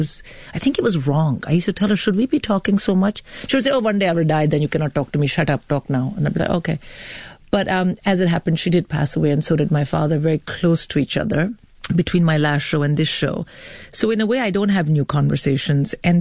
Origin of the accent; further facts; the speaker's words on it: England, United Kingdom; And I say, no, I'm an Indian-British comic.